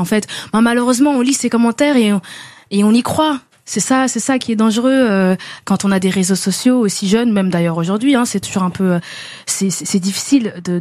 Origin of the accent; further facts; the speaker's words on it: Flanders, Belgium; J'ai grandi en Flandre, du côté flamand de la Belgique.